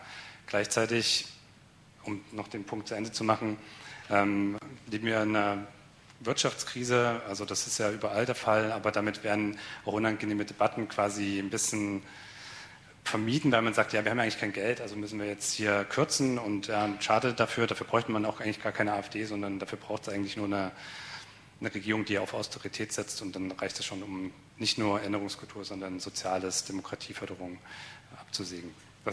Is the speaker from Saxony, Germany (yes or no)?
yes; Saxony, Germany; ich bin ja aus Sachsen.